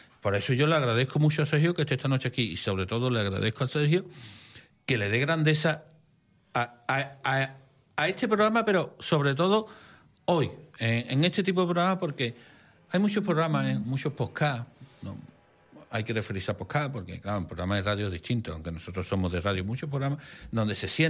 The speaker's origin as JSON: {"language": "Spanish", "town": "San Juan de Aznalfarache", "region": "Andalusia", "country": "Spain", "said": "Siempre hemos dicho que es la villa Sabana Farache, separada de Sevilla, la ciudad, por un puente que cruza el río Guadalquivir. Estamos al lado, es una ciudad dormitorio, pero tenemos nuestra propia identidad."}